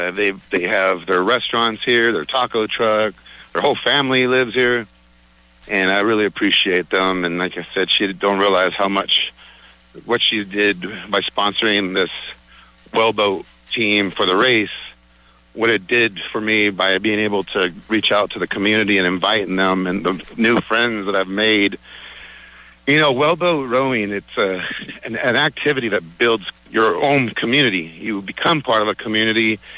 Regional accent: California, United States; moved away as an adult; now in Pittsburgh, United States; I grew up in the Orange County coast. Grew up around Big Bear Lake, Lake Hemet, Silver Lake, Lake even Matthews, where my mom and dad live.

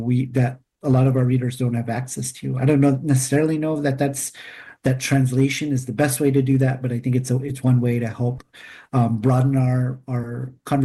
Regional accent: Oceanside, California, United States; And so we moved to San Diego County. I grew up in Oceanside, did my undergrad at UCSD, spent a good amount of time, but a good amount of my adult life in San Diego. So I do call San Diego home.

